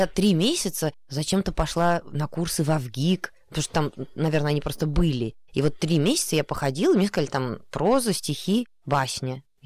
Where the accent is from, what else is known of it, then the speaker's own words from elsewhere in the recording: Don, Russia; я очень люблю эти места, вот Дон, степи, и мне очень нравится думать, что вот там моя малая родина.